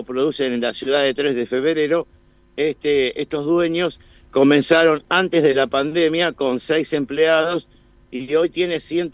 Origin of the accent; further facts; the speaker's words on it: Morón, Buenos Aires Province, Argentina; yo soy de Morón, estoy en el conurbano